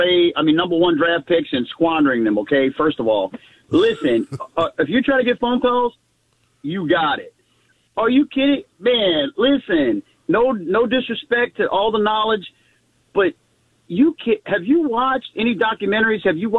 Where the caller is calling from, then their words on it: New Orleans, Louisiana, United States; … from New Orleans